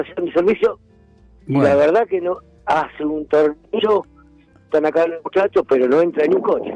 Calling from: Temperley, Buenos Aires Province, Argentina; yo soy de Témpola

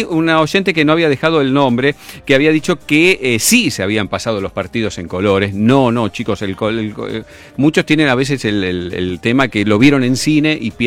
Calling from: Quilmes, Buenos Aires Province, Argentina; Soy de Quilmes

